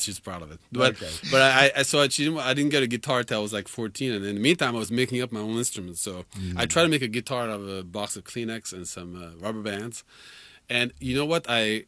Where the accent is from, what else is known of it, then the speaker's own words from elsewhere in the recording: Île-de-France, France; moved away as an adult; also born or lived in rural Maine; now in United States; So I grew up in suburbs of Paris, northern suburbs of Paris. It's like very inner city-like.